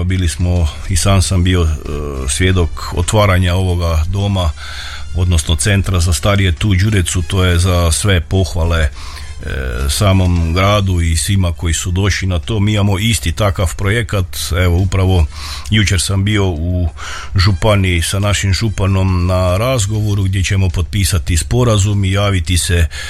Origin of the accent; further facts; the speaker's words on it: Budančevica, Koprivnica-Križevci County, Croatia